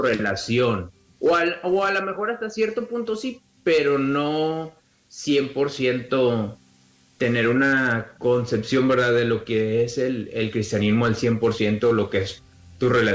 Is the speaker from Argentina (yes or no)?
no; Nueva Rosita, Coahuila, Mexico; Era un grupo de jóvenes cristianos de donde somos nosotros, de Nueva Rosita, Coahuila.